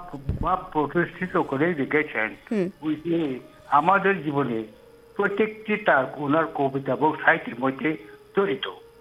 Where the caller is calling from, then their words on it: Golaghati, Tripura, India; আমি গোলাঘাটি থেকে, ত্রিপুরার গোলাঘাটি থেকে